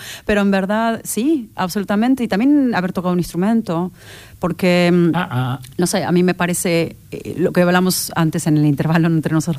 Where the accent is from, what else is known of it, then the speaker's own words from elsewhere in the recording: Argentina; now in Berlin, Germany; Sí, los dos nos fuimos de Argentina hace ya como 13 años.